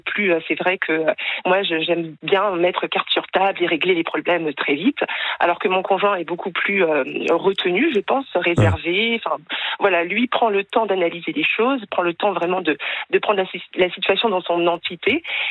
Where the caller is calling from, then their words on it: Bayeux, Normandy, France; Je suis du côté de Bayeux, près des Tapisseries.